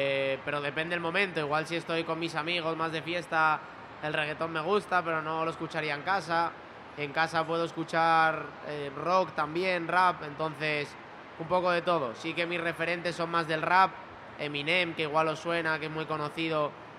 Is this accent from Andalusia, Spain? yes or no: no; Asturias, Spain; como soy asturiano y tengo buen gusto, pues soy del Sporting